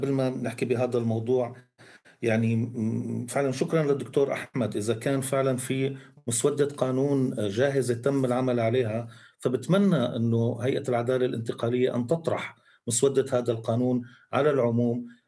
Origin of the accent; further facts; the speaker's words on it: Syria; مسؤوليتنا نحن كسوريين